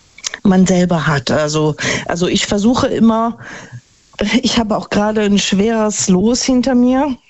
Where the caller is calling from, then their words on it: Neunkirchen-Seelscheid, North Rhine-Westphalia, Germany; Ja, ich bin aus Neunkirchen-Silscheid